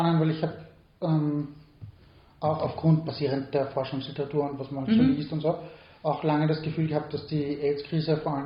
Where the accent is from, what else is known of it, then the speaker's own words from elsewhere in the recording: Lower Austria, Austria; ich komme aus Niederösterreich, ich kenne Niederösterreich, ich war auf jedem Landdorf, Jugendfestel etc.